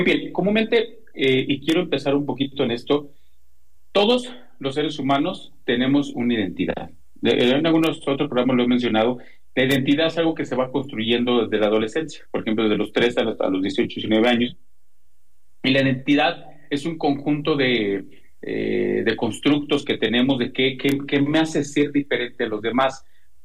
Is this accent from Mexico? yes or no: yes; Guanajuato, Mexico; yo que soy de Guanajuato y no sé, mi equipo es los Panzas Verdes de León, Guanajuato, eso me identifica, pertenezco y es mi ciudad, es mi estado